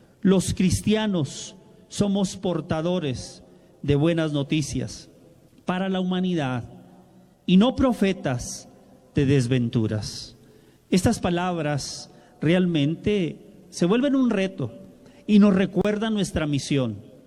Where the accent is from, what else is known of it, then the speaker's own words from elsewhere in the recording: Mexico; now in Los Angeles, United States; los que somos de México, salimos de México